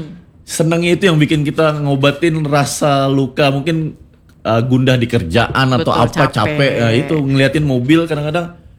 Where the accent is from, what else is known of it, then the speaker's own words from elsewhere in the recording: Palangkaraya, Central Kalimantan, Indonesia; born there; Kalimantan, karena kan saya memang kelahiran Palangkaraya kan